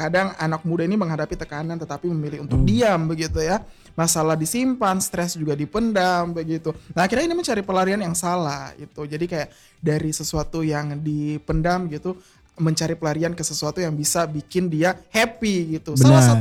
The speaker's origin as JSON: {"language": "Indonesian", "town": "Palu", "region": "Central Sulawesi", "country": "Indonesia", "said": "Gak, tapi saya aslinya orang sini Kak, saya orang Palu."}